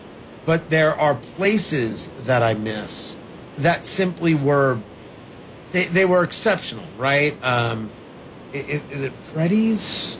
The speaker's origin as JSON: {"language": "English", "region": "New Jersey", "country": "United States", "tie": "born or raised there", "said": "So I grew up in Jersey. Having a sub was the way it was."}